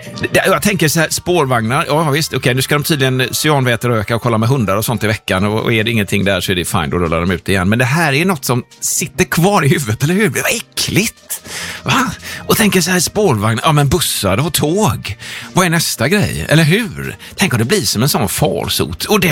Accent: Gothenburg, Västra Götaland County, Sweden; Så jag som gammal göteborgare så känner jag så bara, nej!

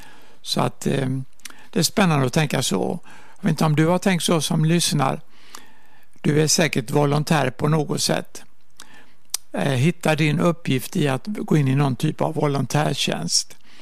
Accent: Huskvarna, Jönköping County, Sweden; moved away as an adult; also born or lived in Gothenburg; mina föräldrar, de var med i Missionskyrkan, alltså Ekumeniakyrkan Huskvarna. Så där växte jag upp.

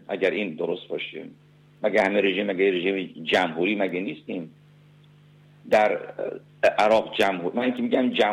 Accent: Iran; ما بچه ایران هستیم،

